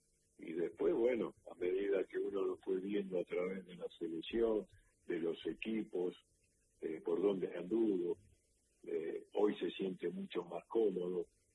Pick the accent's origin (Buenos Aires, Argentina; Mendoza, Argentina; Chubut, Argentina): Buenos Aires, Argentina; nací en el Pirovano, sí, siempre estuve en capital